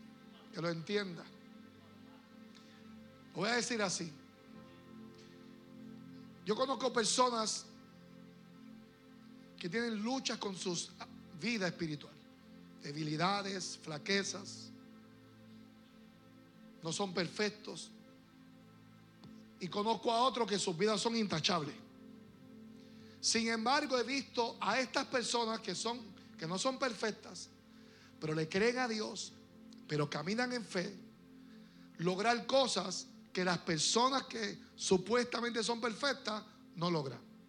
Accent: Puerto Rico

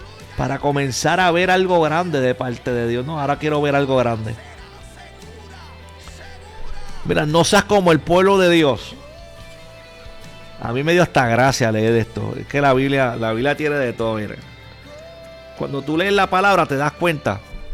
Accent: Puerto Rico; como decimos en Puerto Rico

